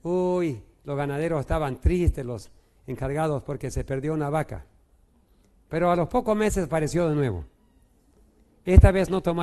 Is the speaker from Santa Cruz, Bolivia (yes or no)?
no; Beni, Bolivia; cuando me crié en el Beni